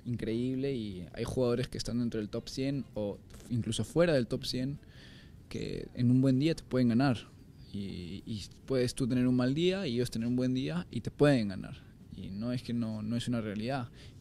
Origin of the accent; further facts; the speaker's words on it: Peru; siempre me considero un embajador de la cultura peruana